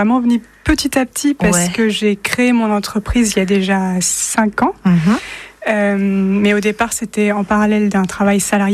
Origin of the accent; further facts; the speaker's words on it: Cholet, Pays de la Loire, France; moved away as an adult; also born or lived in Paris region; now in Saint-Herblain, France; Je suis originaire du Maine-et-Loire.